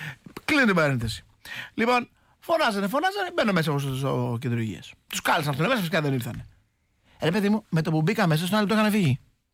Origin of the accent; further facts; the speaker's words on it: Kleisoura, Western Macedonia, Greece; Εγώ είμαι πολύ χαρούμενος γιατί εγώ είμαι από την Καστοριά. Εγώ είμαι την Κλεισούρα.